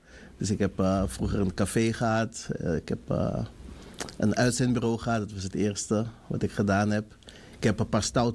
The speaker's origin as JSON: {"language": "Dutch", "town": "Amsterdam", "region": "North Holland", "country": "Netherlands", "tie": "born there", "said": "ik vertegenwoordig tegenwoordig de stichting Bring Christ Back. Ik ben geboren"}